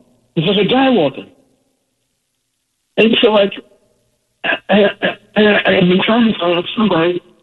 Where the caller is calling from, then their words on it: Garfield Heights, Ohio, United States; I live in Garfield Heights, a suburb of Cleveland.